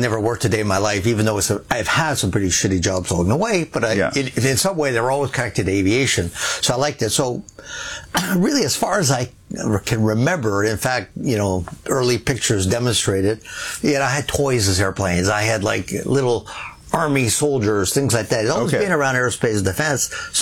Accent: Montreal, Quebec, Canada; born there; also born or lived in Sherbrooke; Actually, I was born right here in Montreal, at Verdun, actually. But we only lived here a couple years at the time. My father was a manager at Sun Life, so we kind of moved around. We moved to Sherbrooke for about 3

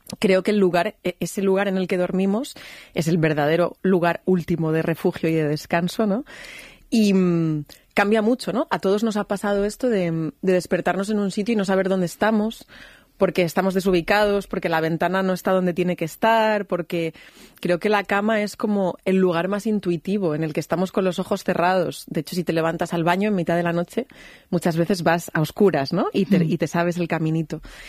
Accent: Madrid, Community of Madrid, Spain

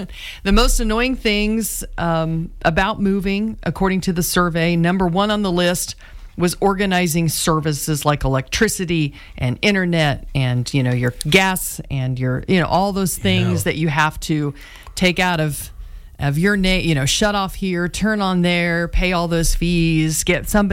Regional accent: Clay Center, Kansas, United States; also born or lived in Newton; I was born in Newton. My parents lived in Peabody. Dad worked there. So I did. I guess that counts, because I did spend the first 2 years there. So there's one. Moved to Clay Center, was in the same house my entire school career, you know, until I was 18.

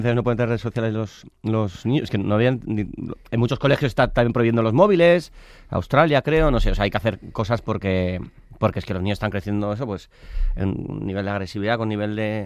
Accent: Basque Country, Spain; Soy vasco, sí, todo el rodaje, ¡ay, qué frío! Pero si eres vasco, si eres del norte, que soy tan vasco como friolero, que conste en acta.

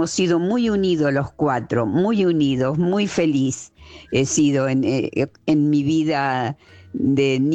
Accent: Rosario, Santa Fe, Argentina; Hola, Luisa, Celeste y grupo del Te Escucho. … de Rosario. Sí que la vida es complicada. Yo nací en un hogar inmensamente feliz

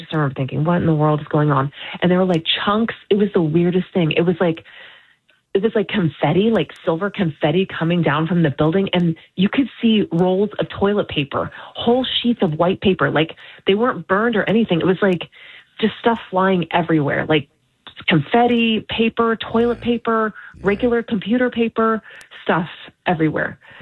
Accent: Houston, Texas, United States; I'm from Houston, I'm barely 23 years old.

